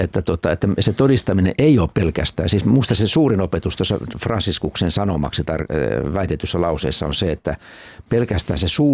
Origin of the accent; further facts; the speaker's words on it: South Ostrobothnia, Finland; born there; siellä mun omilla synnyin sijoilla Etelä-Pohjanmaalla, miten siellä herätysliikkeet on muokanneet sitä ihan paikallisseurakuntaelämää